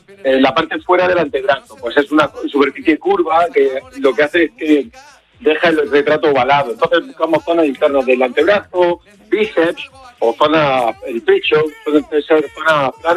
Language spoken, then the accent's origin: Spanish; Almería, Andalusia, Spain; born or raised there